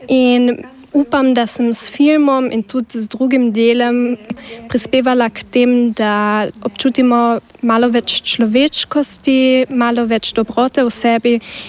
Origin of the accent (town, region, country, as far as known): Carinthia, Austria